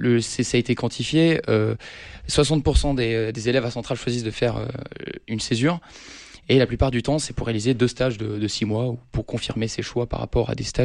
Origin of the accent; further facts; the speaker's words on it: Aix-en-Provence, Provence-Alpes-Côte d'Azur, France; moved away as an adult; also born or lived in Marseille; now in Lyon, France; moi je suis né à Aix et je suis aixois et je suis resté assez longtemps en Provence. Donc, j'ai fait mon lycée à La Cordère à Marseille, puis j'ai fait une prépa à Aix-en-Provence à Vauvenargues